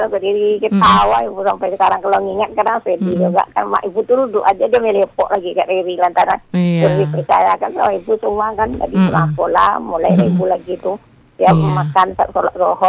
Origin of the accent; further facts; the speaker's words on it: West Sumatra, Indonesia; Kalau kita orang Minang kan ada bikin pange ikan